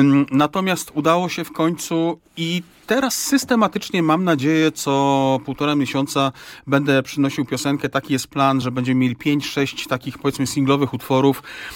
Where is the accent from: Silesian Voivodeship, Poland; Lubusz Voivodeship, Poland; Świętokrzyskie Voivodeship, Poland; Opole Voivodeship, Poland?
Świętokrzyskie Voivodeship, Poland; now in Łódź, Poland; Ja jestem łodziakiem i lodzermęszem na maksa, chociaż pochodzę z Gór Świętokrzyskich.